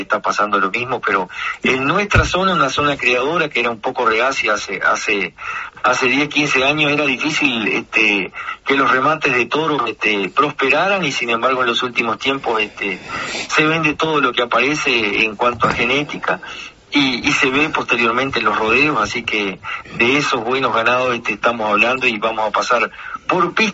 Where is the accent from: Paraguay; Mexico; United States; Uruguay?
Uruguay; Illescas, Florida; nosotros con nuestras raíces familiares, también en Illesca, por el lado materno, creo que somos nacidos y criados en Illesca